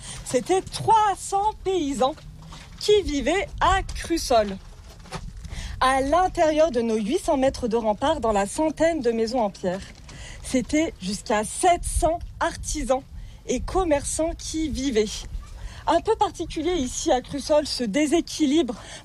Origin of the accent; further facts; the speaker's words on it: Guilherand-Granges, Auvergne-Rhône-Alpes, France; born there; Ouais, je suis née à Guillaure-en-Grange.